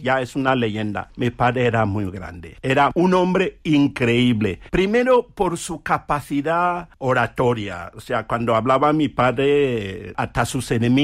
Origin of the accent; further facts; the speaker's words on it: Cameroon; now in Spain; aquí, en España, los cameruneses que viven aquí lo practicamos.